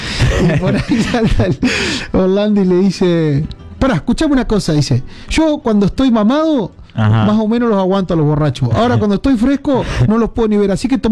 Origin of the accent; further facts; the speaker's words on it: Juan Bernabé Molina, Santa Fe, Argentina; moved away; Estaba allá en mi pueblo, J.B. Molina